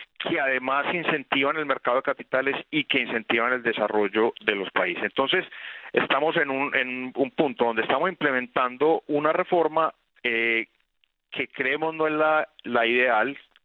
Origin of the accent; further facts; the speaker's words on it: Colombia; Tenemos, como colombianos, que seguir activos, permanentes, apoyando toda esta reconstrucción